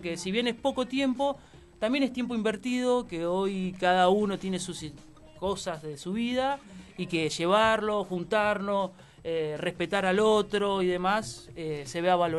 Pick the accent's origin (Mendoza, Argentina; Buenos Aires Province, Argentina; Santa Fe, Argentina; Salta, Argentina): Buenos Aires Province, Argentina; Bahía Blanca; somos todos de Bahía.